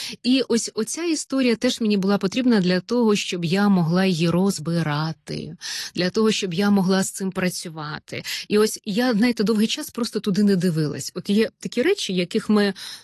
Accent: Kirovohrad Oblast, Ukraine; born there; moved away as an adult; also born or lived in Horishni Plavni (Komsomolsk), Poltava Oblast; now in Kyiv, Ukraine; У мене, я кажу, дві малі батьківщини, це батьківщина, це Полтавщина, де я народилась, і Кіровоградщина, де я виросла у бабусі.

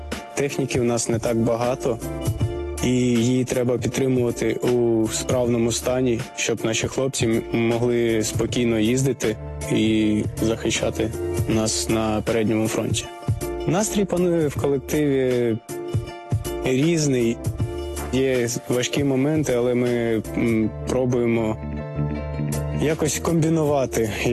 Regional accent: Ternivka, Dnipropetrovsk Oblast, Ukraine; Я родом з Дніпропетровської області, місто Тернівка, шахтарське містечко, працював на шахті.

